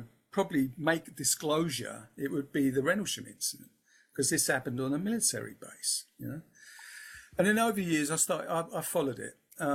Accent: Peckham, London, United Kingdom; accent: South East London; I was brought up in Peckham, London, Southeast London. So that's my accent.

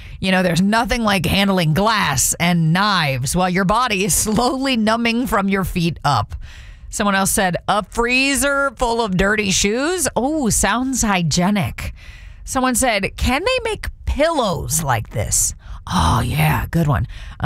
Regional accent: United States; I'm American.

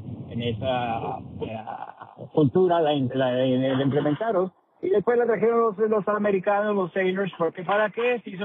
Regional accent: Mexico; born there; el único tatuado que soy mexicano de nacimiento

